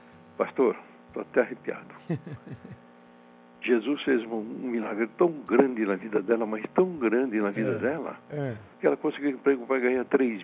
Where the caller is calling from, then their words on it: São Paulo, Brazil; Eu falo aqui de Vila Guilherme, Santana, né?